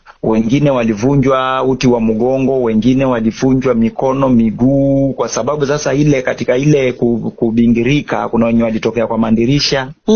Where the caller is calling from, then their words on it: Kilifi County, Kenya; Nimetokea pande za Kilifi. County 003 na nimeokoka na mpenda Yesu.